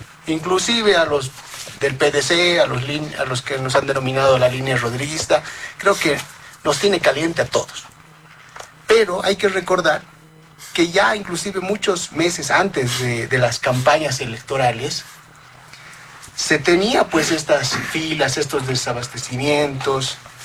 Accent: Bolivia; como boliviano y como parlamentario

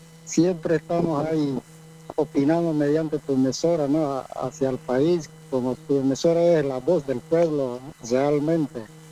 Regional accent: Santa Cruz de la Sierra, Santa Cruz, Bolivia; born there; Boliviano, y mis raíces son de Potosí, mis viejos. Y como habían llegado aquí a Santa Cruz, también pertenece a Bolivia. Y yo aquí ya nací

